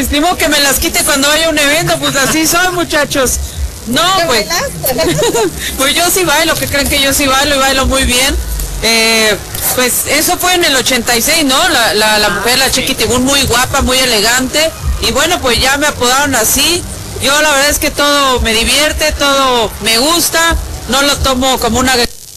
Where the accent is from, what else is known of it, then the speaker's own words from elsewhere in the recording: Mexico; pues así somos los mexicanos, nos rimos de todo.